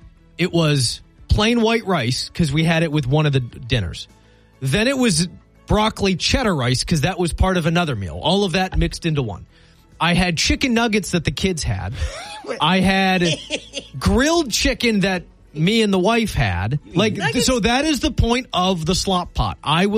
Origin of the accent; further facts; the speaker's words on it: Erie, Pennsylvania, United States; moved away; Erie, that is my hometown.